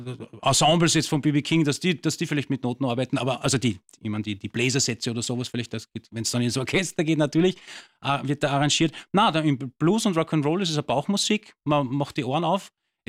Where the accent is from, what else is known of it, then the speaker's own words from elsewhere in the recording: Vienna, Austria; also born or lived in Marchfeld, Lower Austria; Ich bin gebürtiger Wiener und halber Machfelder, kann man auch sagen.